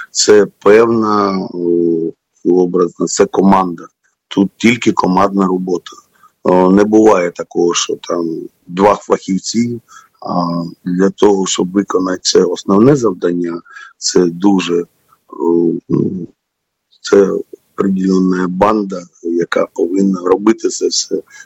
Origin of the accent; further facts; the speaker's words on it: Chernihiv, Chernihiv Oblast, Ukraine; Я сам з Чернігова